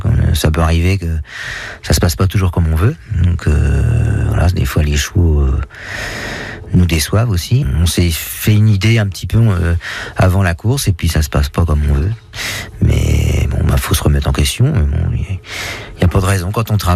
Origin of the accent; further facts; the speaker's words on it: Avranches, Normandy, France; C'était en plus chez moi, à Avranches.